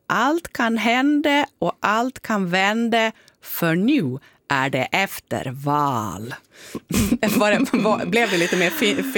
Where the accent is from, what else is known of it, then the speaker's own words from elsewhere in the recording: Malung, Dalarna County, Sweden; moved away; jag kommer från Malung